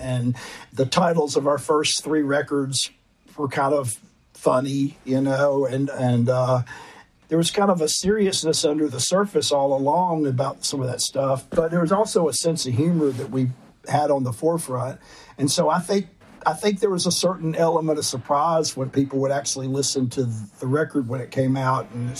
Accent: Alabama, United States; You know, for starters, you know, my home state is obviously, there's a lot of bad things you can say about Alabama

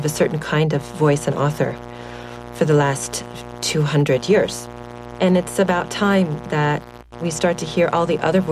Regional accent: Anchorage, Alaska, United States; Inupiaqarunga … I grew up in Anchorage, Alaska.

